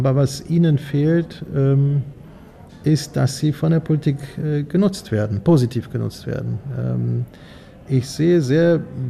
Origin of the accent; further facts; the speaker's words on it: Gdańsk, Pomeranian Voivodeship, Poland; In meiner Heimatstadt Danzig die Verständigung mit skandinavischen Ländern